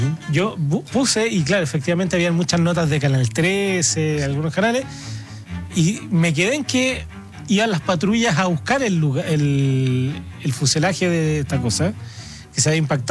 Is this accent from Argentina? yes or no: yes; Constitución, Argentina; A ver, yo soy de Conti